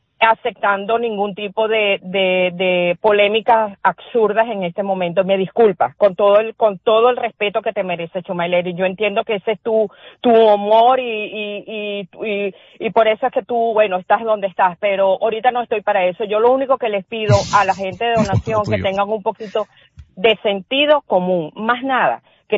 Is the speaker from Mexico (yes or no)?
no; Venezuela; Soy venezolana. De verdad que tengo un profundo dolor con todo lo que está pasando en mi país